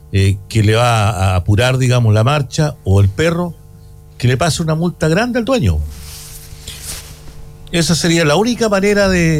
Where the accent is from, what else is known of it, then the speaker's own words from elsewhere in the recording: Longaví, Maule, Chile; cuando era cabro chico en Longaví